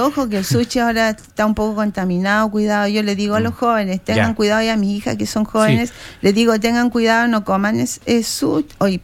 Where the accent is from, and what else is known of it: Chile